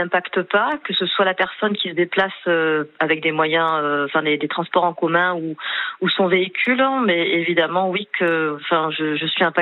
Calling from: Occitanie, France; je suis en Occitanie, plus précisément dans ce qu'on appelait avant le Midi-Pyrénées, du côté de Montauban.

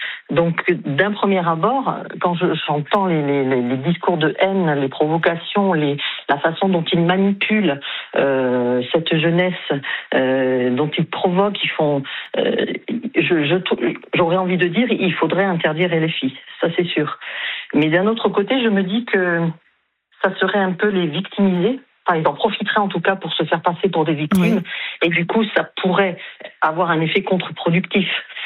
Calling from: Corsica, France; j'ai 59 ans et je vous appelle de Corse, à côté d'Ajaccio.

